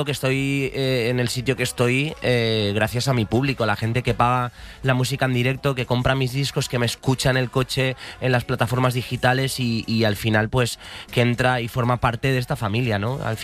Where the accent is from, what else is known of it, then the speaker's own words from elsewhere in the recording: Catalonia, Spain; soy catalán, recuerda.